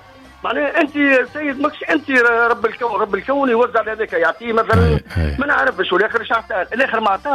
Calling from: Tunis, Tunis Governorate, Tunisia

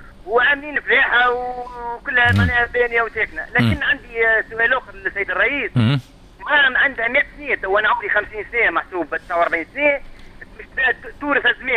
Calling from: Kairouan Governorate, Tunisia; عنا المسح الجبيري بتاع معتمديك الوسطية ولاية قيروان

